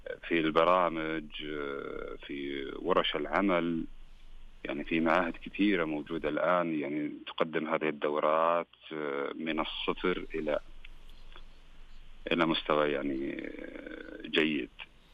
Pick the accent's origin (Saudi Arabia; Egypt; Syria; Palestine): Saudi Arabia; أنا كأول سعودي